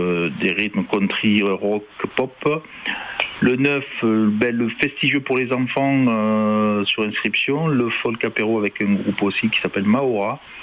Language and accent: French; France; Alors, chez nous, en France, on a des qualités de groupe.